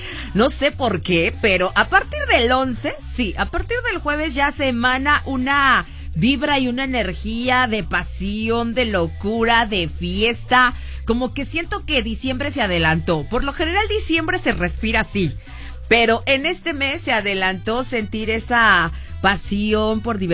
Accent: Mexico; todos somos mexicanos

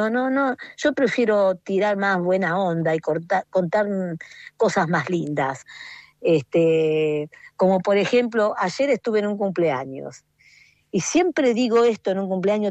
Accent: Argentina; siento que nosotros como latinos, no sé si todos los latinos, pero los argentinos más que todos, tenemos algo muy especial.

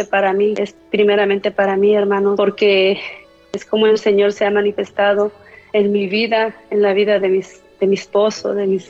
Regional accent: Rincón de Centeno, Guanajuato, Mexico; moved away as an adult; now in Florida, United States; Y como ya lo dijo el hermano Elías, soy de Rincón de Centeno, de un ranchito de Guanajuato. Ya tengo aquí como 18 años que llegué a este país

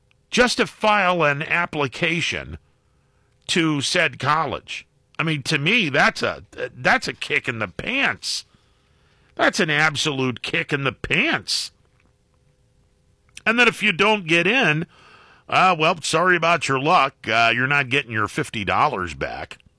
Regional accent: Mahoning Valley, Ohio, United States; I'm from the Mahoning Valley.

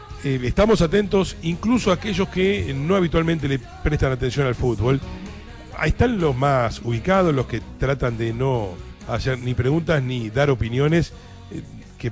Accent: Argentina; Cuando hay argentinos que no queremos que Brasil gane, es porque nuestro clás

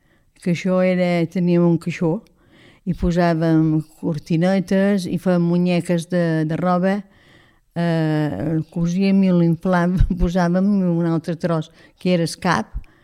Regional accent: Ferreries, Balearic Islands, Spain; born or raised there

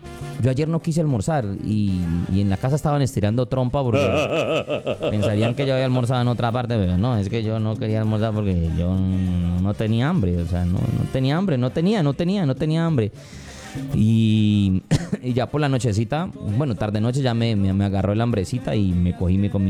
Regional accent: Cali, Valle del Cauca, Colombia; eso también es parte de cultura de nosotros como caleños

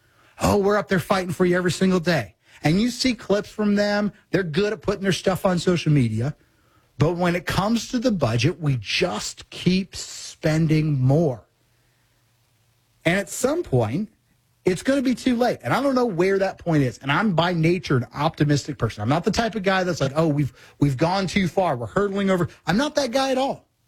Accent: Missouri, United States

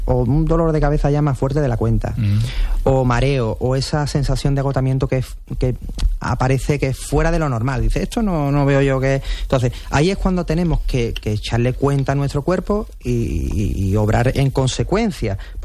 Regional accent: Spain; yo creo que es que somos españoles y como españoles que somos decimos, venga, vamos, no, seguimos.

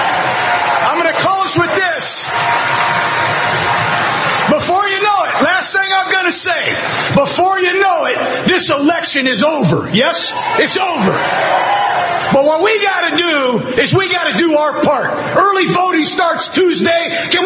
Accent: Sandusky, Ohio, United States; I'm from Ohio. My mom and dad are from Cleveland. I was born in Sandusky, and I went to the University of Dayton, and I'm damn proud of it, man.

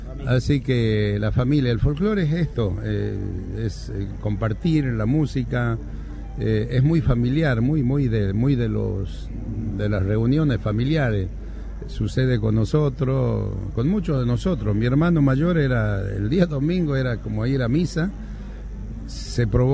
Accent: Argentina; seamos como el mexicano orgulloso de la música, de nuestra música argentina, que es muy fuerte, muy grande

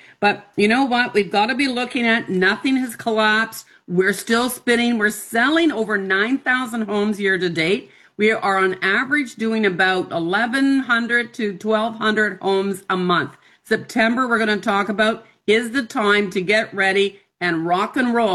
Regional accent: Canada; We're all proud Canadians.

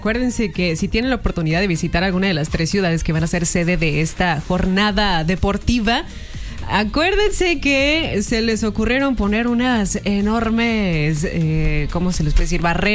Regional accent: Mexico; los invitados no somos los mexicanos

